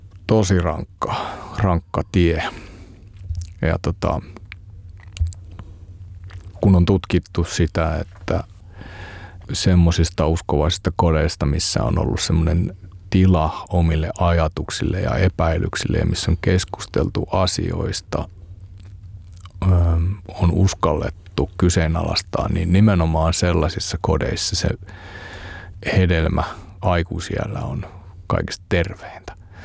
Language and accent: Finnish; Raahe, North Ostrobothnia, Finland; Mä menin sinne niin kuin uutena ja Raahe on mun kotipaikka siinä mielessä, että vanhemmat asuu siellä edelleenkin.